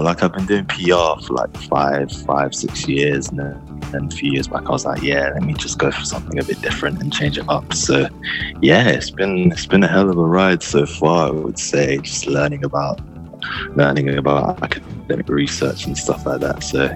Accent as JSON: {"language": "English", "country": "Nigeria", "lives_now": "England", "said": "I'm a bit cynical about England. My family is Nigerian. I'm Nigerian, so it's sad that Nigeria didn't make it to the World Cup."}